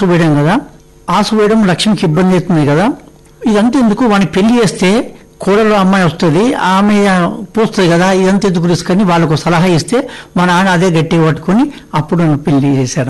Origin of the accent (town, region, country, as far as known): Sharajipet, Telangana, India; born or raised there